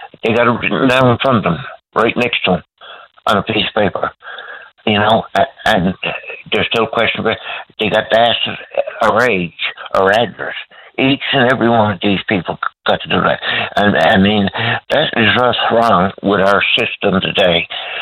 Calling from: Newfoundland and Labrador, Canada; as a Newfoundlander. Whatever, you know, as a Canadian

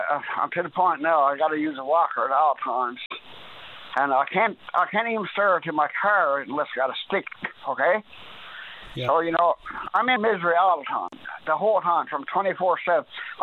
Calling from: Newfoundland and Labrador, Canada; here in Newfoundland

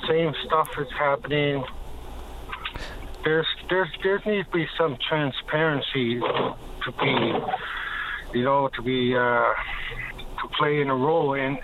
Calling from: Sheshatshiu, Newfoundland and Labrador, Canada; I'm an Indigenous person. I'm calling from Shishachu.

